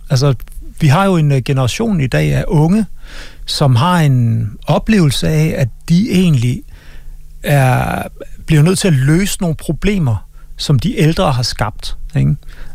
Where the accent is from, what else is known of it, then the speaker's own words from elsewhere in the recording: Central Denmark Region, Denmark; jeg er en mand fra Østjylland.